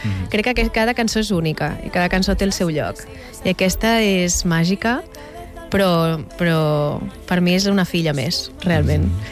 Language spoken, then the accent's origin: Catalan; Badalona, Catalonia, Spain; moved away as an adult; now in Barcelona, Spain; Barcelona, la meva ciutat. Tot i que sóc de Badalona